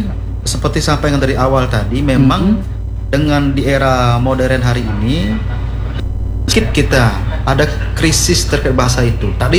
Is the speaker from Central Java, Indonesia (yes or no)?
no; Bengkulu, Indonesia; kita orang Rejang asli